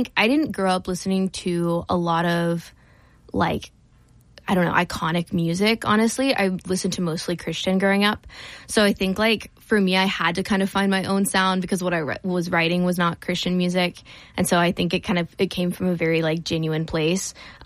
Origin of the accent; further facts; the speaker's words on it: Chillicothe, Ohio, United States; now in Columbus, United States; I grew up in Chillicothe originally.